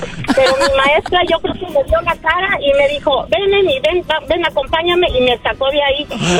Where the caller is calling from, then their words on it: Dallas, Texas, United States; Desde Dallas, Texas.